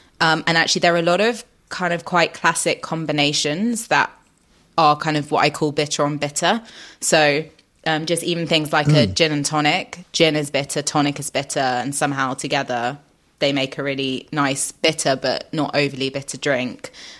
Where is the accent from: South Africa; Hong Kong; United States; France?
France; Paris, Île-de-France; born or raised there